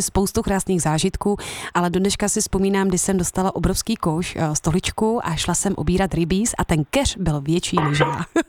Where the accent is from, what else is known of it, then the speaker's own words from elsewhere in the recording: Ostrava, Moravian-Silesian Region, Czechia; moje babička byla z Rychvaldu, Kopřivnice, já jsem vlastně původem z Ostravy, je to Kousíček, ano, takže Severní Morava.